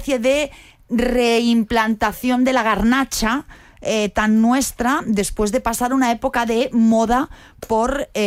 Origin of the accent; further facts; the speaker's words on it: Barcelona, Catalonia, Spain; ¿pero tú de dónde vienes? Digo, yo de Barcelona.